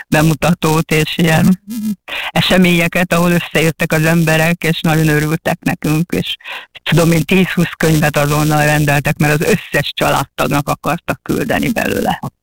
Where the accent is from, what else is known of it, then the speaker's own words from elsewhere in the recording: Hungary; de úgy kezdtük, hogy mi magyarok vagyunk, én újságíró, barátnő, és azért megyünk, mert szeretnénk élő eleven tapasztalatot szerezni